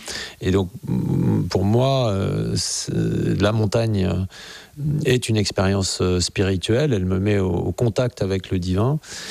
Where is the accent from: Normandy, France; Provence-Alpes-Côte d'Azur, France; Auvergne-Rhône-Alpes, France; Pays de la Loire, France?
Auvergne-Rhône-Alpes, France; Grenoble; born there; je suis né à Grenoble, donc il y avait le sapet, les plateaux autour de Grenoble, et puis très vite le Queyras